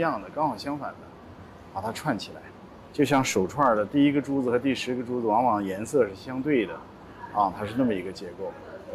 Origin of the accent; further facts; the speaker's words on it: Changji, Xinjiang, China; born there; 因为我在昌吉出生，我内心里非常的敬畏。我的出生地绝对不能轻易写，面对自己的出生地新疆